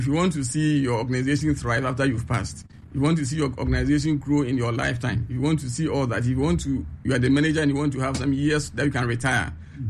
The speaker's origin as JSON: {"language": "English", "country": "Ghana", "said": "I have all the respect for Ghanaians, I'm a Ghanaian myself and all"}